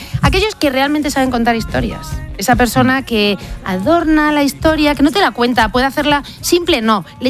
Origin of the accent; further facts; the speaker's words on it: Extremadura, Spain; Yo que soy extremeña también es la mía, ¿eh?